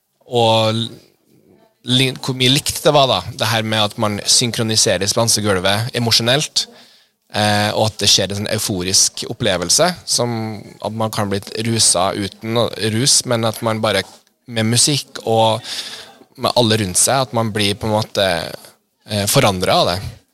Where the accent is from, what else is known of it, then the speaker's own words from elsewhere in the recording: Canada; Swedish is a second language; now in Norway; Jag är ju från Kanada. … Och så flyttade jag till Trøndelag som ligger i mitten av Norge.